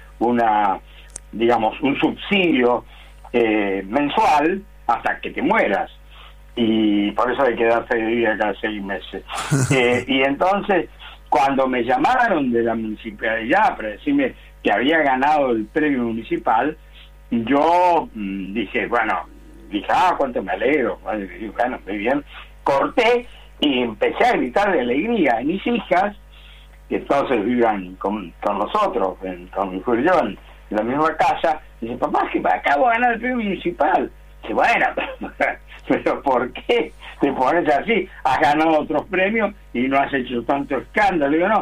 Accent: La Boca, Buenos Aires, Argentina; born there; Y yo nací en La Boca, así que conozco el barrio bien.

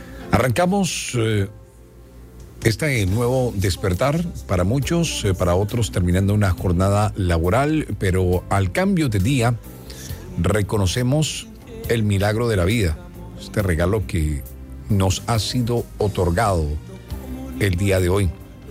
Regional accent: Colombia; Abracémonos como colombianos. Hoy los invito entonces a que dedique un poquito de su tiempo y un pensamiento para nuestros hermanos que viven momentos complejos. Seguir orando por nuestro país

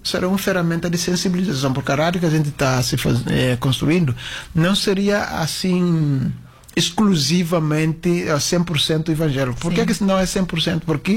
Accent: Bissau, Guinea-Bissau; eu cresci em Bissau

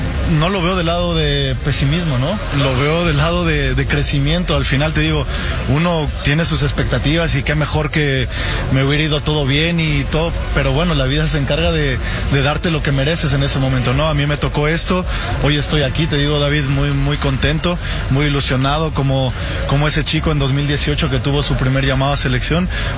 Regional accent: Mexico; poder jugar un mundial en mi país

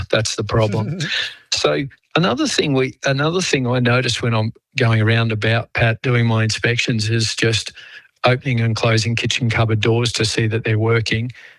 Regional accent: Melbourne, Victoria, Australia; now in Queensland, Australia; I mean, I grew up in Melbourne and had an electric blanket. Queensland, where I am now, doesn't get cold enough really, but yeah.

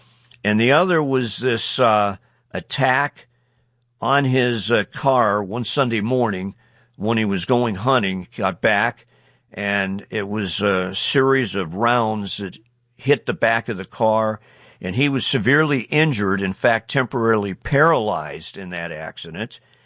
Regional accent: Canton, Ohio, United States; is a guy I'm proud to say is from my hometown of Canton, Ohio

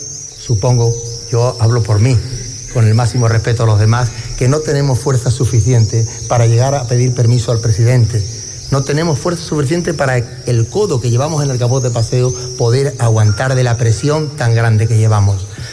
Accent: Espartinas, Andalusia, Spain; yo que venía de mi pueblo, de Espartina, en el autobús

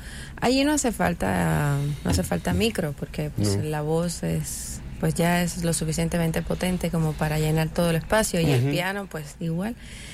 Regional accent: Cuba; Como cubanas que somos

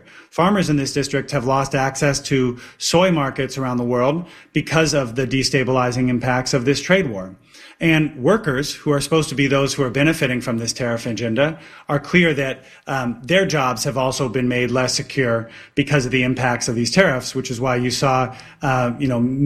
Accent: East Lansing, Michigan, United States; I was raised here in East Lansing. I live downtown Lansing with my wife

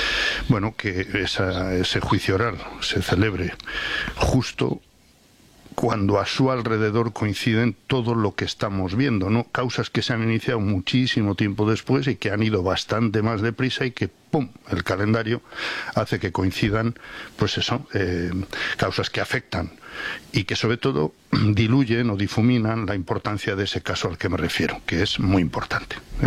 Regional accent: León, Castile and León, Spain; Soy de León.

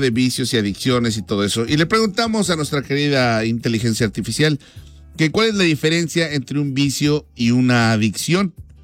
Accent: Mexico

